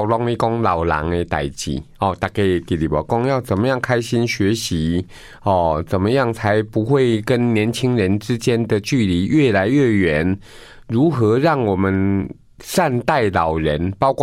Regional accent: Taiwan; 长照资源跟不上我们台湾人的老化

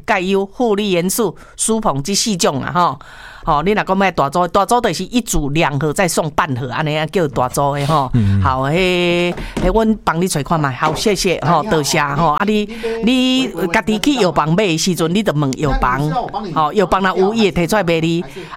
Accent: Taiwan; 我们台湾人出门都会炸凤梨酥呢

